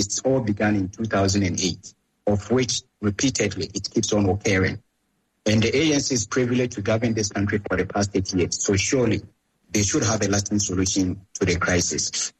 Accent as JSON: {"language": "English", "country": "Ghana", "lives_now": "South Africa", "said": "We are different Ghanaian scholars spread across in different sectors or departments in the country, which is South Africa."}